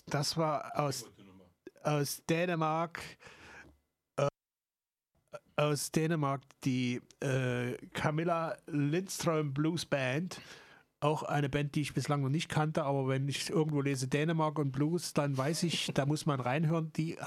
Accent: East Germany, Germany; born there

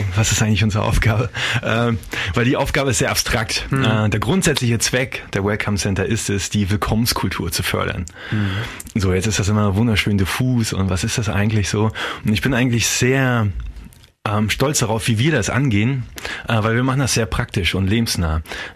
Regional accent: Mecklenburg-Vorpommern, Germany; moved away as an adult; Ich komme ursprünglich aus Vorpommern, aber wie so viele, 2003, 2004 war ja auch die höchste Abwanderungswelle hier in Vorpommern, bin ich dann auch weggegangen. 17 Jahre durch die Weltgeschichte und jetzt bin ich wieder hier in Vorpommern.

